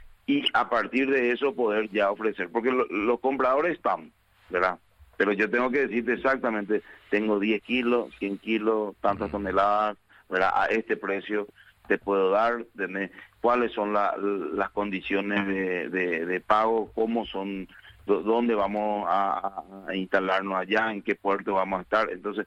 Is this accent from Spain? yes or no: no; Paraguay; uno como paraguayo uno se siente